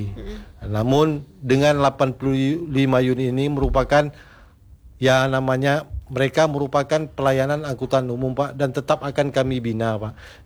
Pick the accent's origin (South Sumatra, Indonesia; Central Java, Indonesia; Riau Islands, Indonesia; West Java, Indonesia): Riau Islands, Indonesia; Tanjung Pinang; Karena memang saya juga anak Pinang asli, Bu, jadi memang punya beban moral sendiri untuk membangun kota saya.